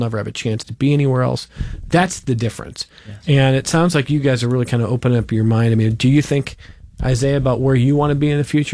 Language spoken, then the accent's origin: English; Cleveland, Ohio, United States; now in Rochester, United States; I mean, I love living in Rochester. I grew up in Cleveland, and I got warned before I came here, like, you're not going to want to leave.